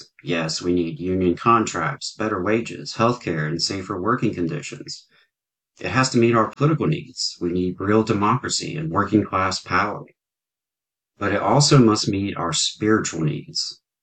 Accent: the South, United States; I grew up right here in the South, raised in a conservative Southern Baptist tradition.

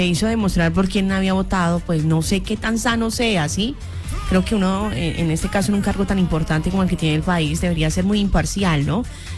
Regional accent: Colombia

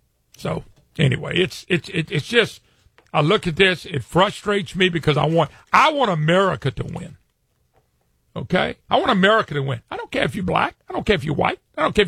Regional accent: Louisiana, United States; from Louisiana, and yes, I get excited because I love our country.

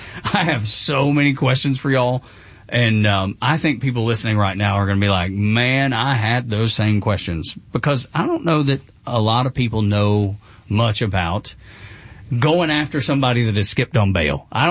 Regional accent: Dalton, Georgia, United States; I'm from Dalton.

